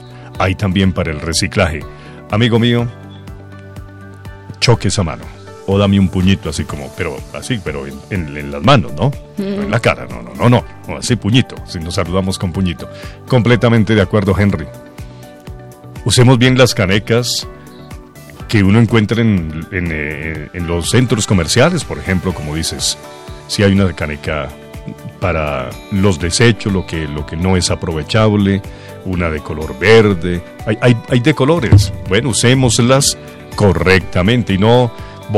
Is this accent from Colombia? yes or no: yes; Colombia; haciendo un llamado a todos nosotros que somos colombianos.